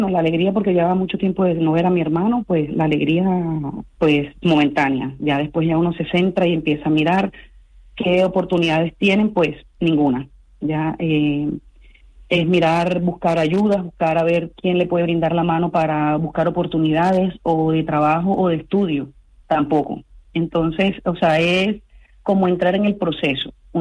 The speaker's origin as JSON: {"language": "Spanish", "town": "Cartagena", "region": "Bolívar", "country": "Colombia", "moved": "as an adult", "said": "Sí, soy de Cartagena, Colombia."}